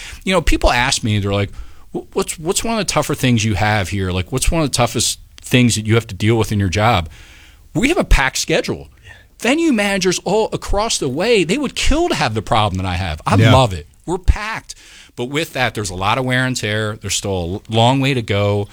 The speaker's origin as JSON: {"language": "English", "town": "Philadelphia", "region": "Pennsylvania", "country": "United States", "said": "I'm from Philadelphia."}